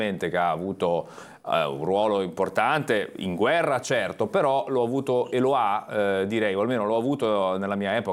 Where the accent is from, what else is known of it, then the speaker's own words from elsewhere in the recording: La Spezia, Liguria, Italy; Io, per esempio, che vengo dalla Spezia, dove avevamo invece le caserme del centro addestramento